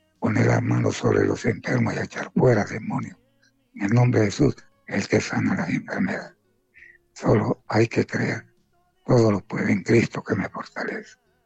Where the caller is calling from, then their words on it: Tegucigalpa, Francisco Morazán, Honduras; De Barrio La Cabaña, Tegucigalpa.